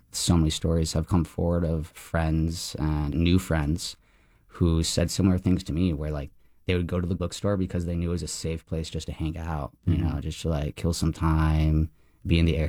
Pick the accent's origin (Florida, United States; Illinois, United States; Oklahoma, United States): Florida, United States; Largo; also born or lived in St. Petersburg / Brazil; I was born in St. Pete. My dad took me there a few times. Then we moved to Largo.